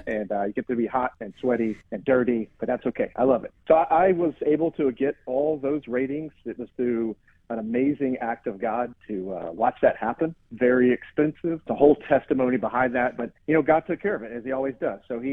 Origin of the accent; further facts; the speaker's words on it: Georgia, United States; I'm originally from Northeast Georgia, and that's where we raised our family.